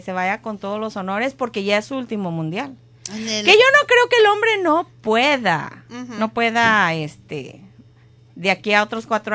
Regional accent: Mexico; now in United States; soy mexicana

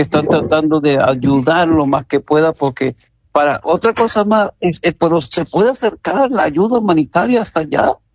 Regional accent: Venezuela; Yo como venezolano los conozco.

